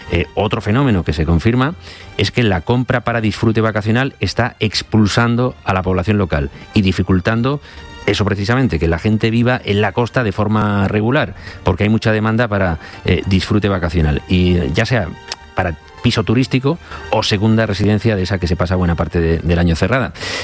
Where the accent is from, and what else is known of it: Mediterranean coast, Spain; born there; now in Madrid, Spain